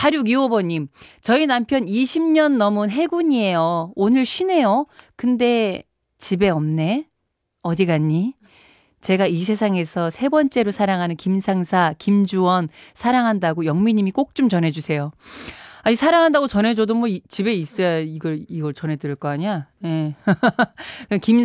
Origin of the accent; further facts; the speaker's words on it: Uijeongbu, Gyeonggi Province, South Korea; 포천이면 가깝네. 제가 또 본가가 의정부 아니겠습니까? 가까워요.